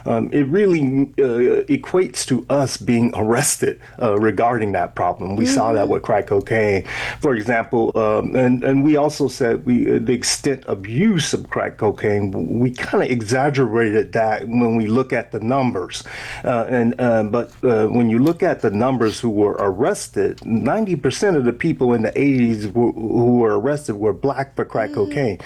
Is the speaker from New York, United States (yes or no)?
no; Miami, Florida, United States; I grew up in Miami